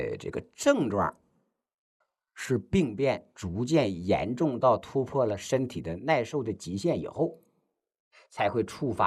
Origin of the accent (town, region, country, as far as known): China